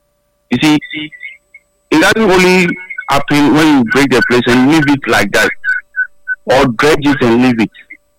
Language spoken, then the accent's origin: English; Accra, Greater Accra, Ghana; born there; now in Teshi, Ghana; I myself, I'm a Labadi born man.